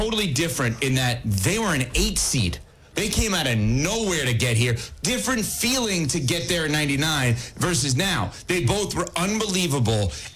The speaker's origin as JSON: {"language": "English", "region": "New York", "country": "United States", "said": "I'm from New York. I've lived here the majority of my li"}